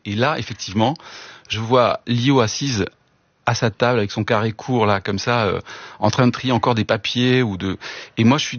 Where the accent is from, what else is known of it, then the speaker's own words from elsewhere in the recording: Bordeaux, Nouvelle-Aquitaine, France; parce que je venais d'une famille de Bordeaux où il y avait personne dans la musique.